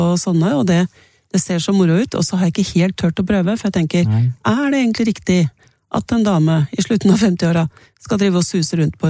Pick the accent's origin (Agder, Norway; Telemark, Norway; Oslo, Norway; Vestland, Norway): Oslo, Norway; enn da jeg født og oppvokst i Oslo, og vet hvor ting ligger i forhold til hverandre